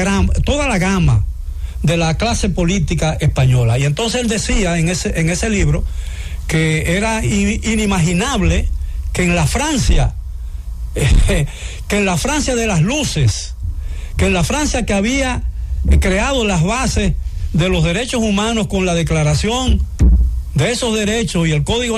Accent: Dominican Republic

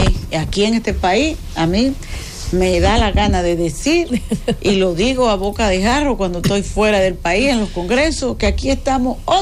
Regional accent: Dominican Republic; Digo, no, porque nosotros en mi país no lo usamos hace ya un tiempo. Y entonces él me dice, ¿de dónde es usted? Digo yo, de Dominican Republic, República Dominicana.

